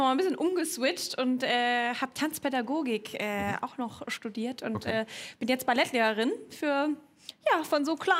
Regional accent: Baden-Württemberg, Germany; Wir kommen beide aus Freiburg, aus so einem kleinen Dorf neben Freiburg.

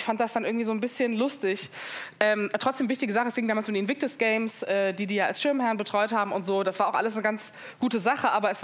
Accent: Cologne, North Rhine-Westphalia, Germany; born there; Ja, ich bin ja Köln-Patriotin. Ich bin in Köln-Kalk geboren und werde aus dieser Stadt nie gehen, außer man zerrt mich hier raus.

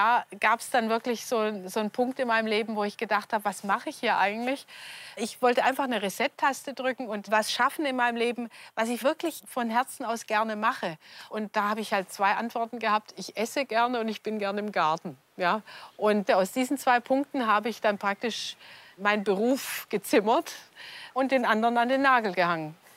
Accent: Stuttgart, Baden-Württemberg, Germany; also born or lived in Belfast; Ich bin in Stuttgart geboren und hier aufgewachsen und bin aber mit 19 nach Irland ausgewandert.

